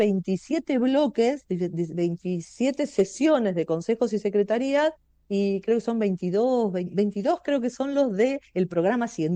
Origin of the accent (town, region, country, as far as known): Argentina